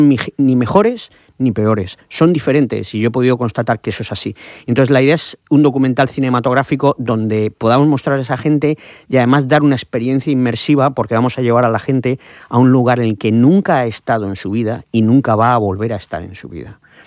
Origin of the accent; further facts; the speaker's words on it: Cartagena, Region of Murcia, Spain; como murcianos y como y sobre todo los de Cartagena